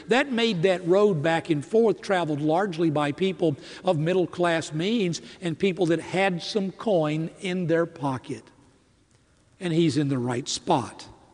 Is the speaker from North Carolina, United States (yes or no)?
yes; Greensboro, North Carolina, United States; I'm from Greensboro, North Carolina, so give me this liberty with this statement.